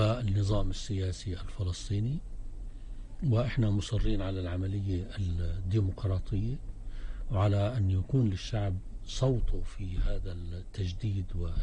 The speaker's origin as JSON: {"language": "Arabic", "country": "Palestine", "said": "إحنا كفلسطينيين"}